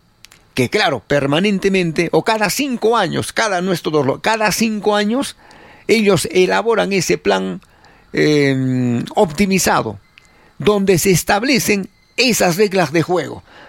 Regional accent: Arequipa, Peru

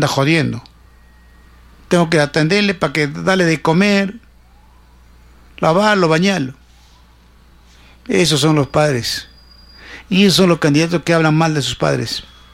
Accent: Cerro Colorado, Arequipa, Peru; born there; Yo nací en Cerro Colorado, en el sector de Zamácola.

